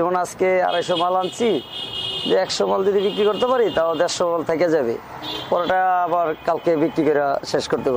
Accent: Narsingdi, Raipura, Dhaka Division, Bangladesh; now in Dhaka, Bangladesh; নরসন্দি, থানা রায়পুরা, বাল্লাকান্দি।

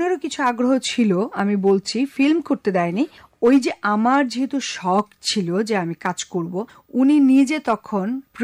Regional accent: Ashulia, Dhaka Division, Bangladesh; আমার যে ভালো লাগার মুহূর্ত যদি বলেন, সেটা হচ্ছে আমার আশুলিয়াতে আমার ছোটবেলাটা। তখন পুরুদমে একটা গ্রাম ছিল, আমাদের বিশাল পুকুর, একটা জমিদার বাড়ি, ওটা আমরা কিনে নিয়েছিলাম, আমার আব্বু চাচারা কিনেছে।

